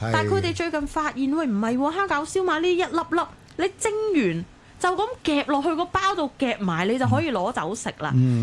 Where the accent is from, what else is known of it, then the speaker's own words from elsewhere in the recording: Hong Kong; 我哋香港人